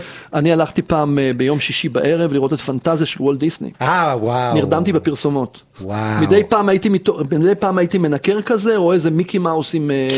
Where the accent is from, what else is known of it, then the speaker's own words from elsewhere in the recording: Tel Aviv, Tel Aviv District, Israel; אני שם גדלתי.